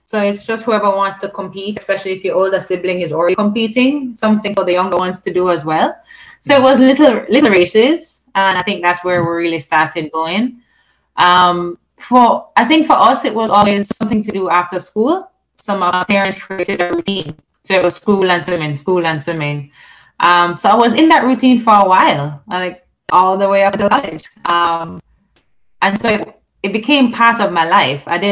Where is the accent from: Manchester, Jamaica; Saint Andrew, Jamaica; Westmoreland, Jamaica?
Saint Andrew, Jamaica; Kingston; I wasn't from St. James. I was St. Andrew, Kingston area. My father was from Mandeville, and my mother was from the Kingston area as well. So I actually grew up learning at the YMCA, so the local YMCA.